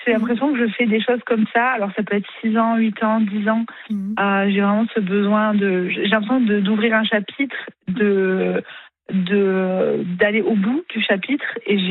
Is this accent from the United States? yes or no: no; south-east France, France; en fait, je viens du Sud-Est, mais j'ai vraiment du mal avec la mentalité des gens du Sud-Est.